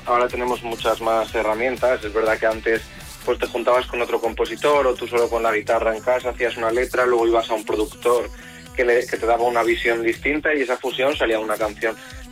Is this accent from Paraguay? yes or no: no; León, Castile and León, Spain; En eso soy muy de León o muy castellano